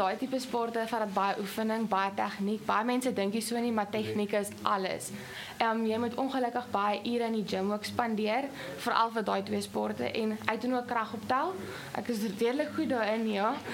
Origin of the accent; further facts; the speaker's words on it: Despatch, Eastern Cape, South Africa; ek kom van Dispatch of ook.